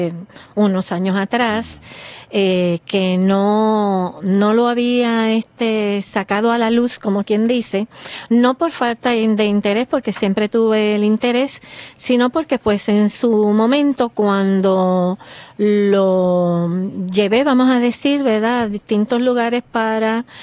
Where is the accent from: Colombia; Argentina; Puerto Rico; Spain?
Puerto Rico; Guánica; Yo nací en Guánica, me crié en Guánica.